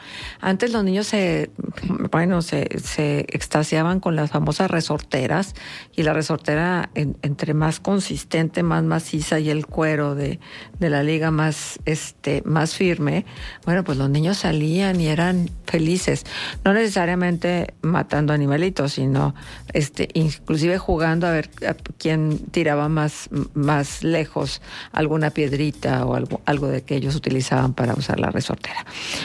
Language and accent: Spanish; Mexico; todos estos juegos que tenemos como mexicanos y que son tan nuestros.